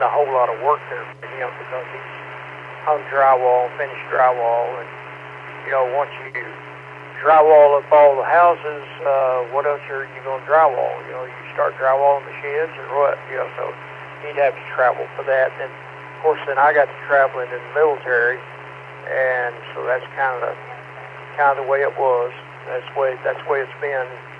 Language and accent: English; Arkansas, United States; born there; I've lived in all but 8 states, I think it was, last time I counted in the United States. My dad was in drywall business, so I've lived all over. I prefer the Northeast. I was actually born in Arkansa